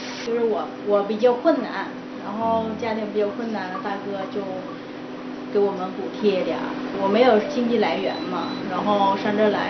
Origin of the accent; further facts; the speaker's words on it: Vietnam; Chinese is a second language; now in Harbin, China; 我是越南人。